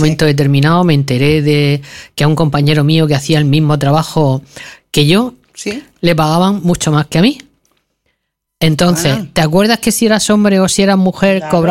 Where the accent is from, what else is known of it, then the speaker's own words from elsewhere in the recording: Murcia, Region of Murcia, Spain; Yo además no soy de Cieza, pero soy de Espinardo